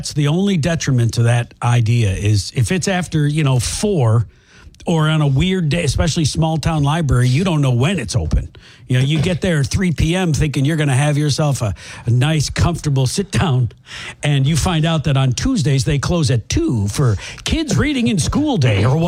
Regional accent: Iowa, United States; we're from Iowa

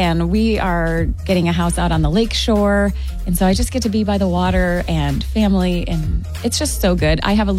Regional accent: Grand Rapids, Michigan, United States; I was born and raised in Grand Rapids. I went to Cedar Springs High School.

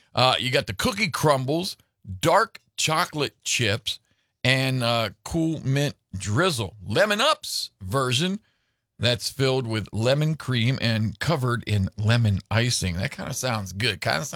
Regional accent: Wheeling, West Virginia, United States; I grew up in Wheeling, in West

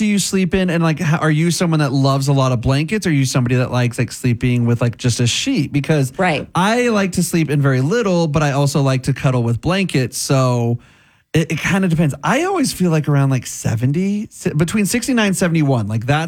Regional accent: Oklahoma, United States; I'm an Oklahoma fan because I'm born and raised in Oklahoma.

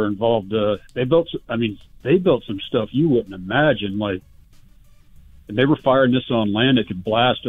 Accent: Mississippi, United States; Well, I mean, look, I'm from Mississippi, and I kind of hate Ole Miss because I went to Mississippi State.

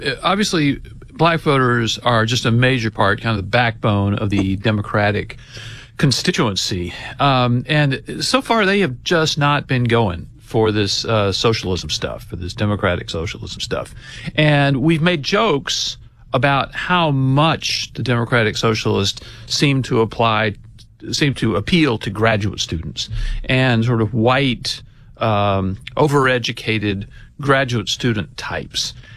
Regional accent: Alabama, United States; Yeah, and I'm from Alabama

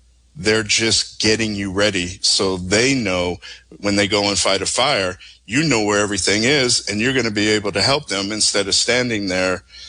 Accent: Boston, Massachusetts, United States; Don't hold it against me. I'm from Boston.

